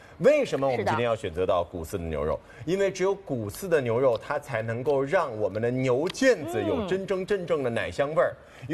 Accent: Shanghai, China

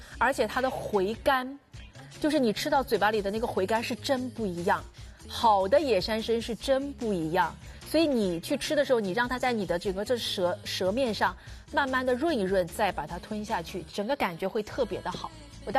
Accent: China

